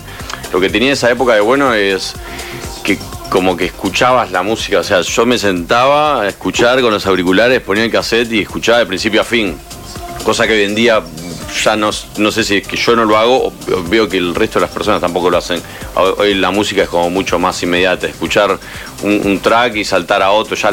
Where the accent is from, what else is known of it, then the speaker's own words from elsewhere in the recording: Buenos Aires Province, Argentina; born there; del oeste de Buenos Aires.